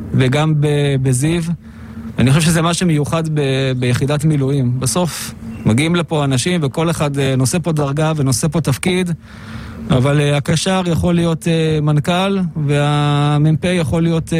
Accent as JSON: {"language": "Hebrew", "region": "Southern District", "country": "Israel", "said": "אני מאזור הדרום."}